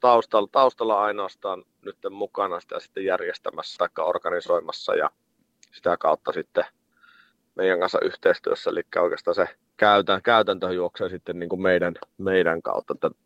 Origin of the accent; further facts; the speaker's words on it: Iisalmi, North Savo, Finland; moved away; olen Iisalmesta kotoisin ja mun vanhemmat asuu edelleen siellä